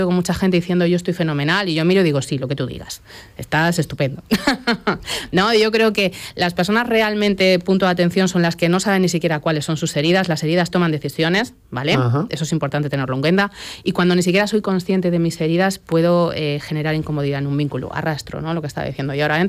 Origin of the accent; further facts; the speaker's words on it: Tomelloso, Castilla-La Mancha, Spain; yo soy de Tomelloso